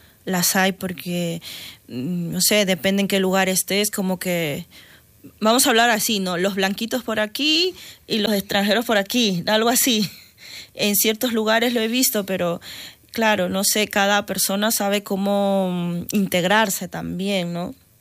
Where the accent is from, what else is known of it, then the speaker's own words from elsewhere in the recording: Peru; now in Spain; No soy catalana. No soy catalana, soy peruana.